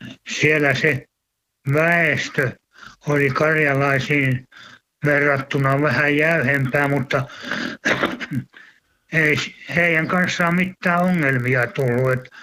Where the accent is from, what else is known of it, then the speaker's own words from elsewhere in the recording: Valkjärvi, Karelia, Finland; moved away; sieltä Valkjärveltä.